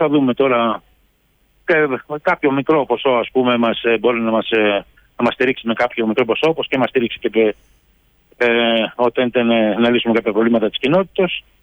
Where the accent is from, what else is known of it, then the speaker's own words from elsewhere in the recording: Greece; born there; Γεννήθηκα στην Ελλάδα.